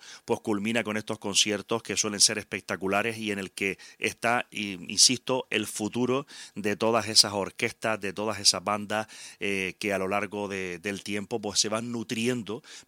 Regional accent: Teror, Canary Islands, Spain

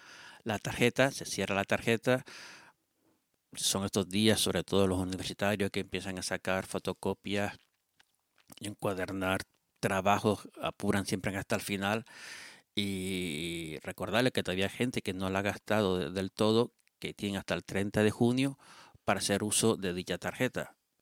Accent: Teror, Canary Islands, Spain; para nosotros, los terorenses.

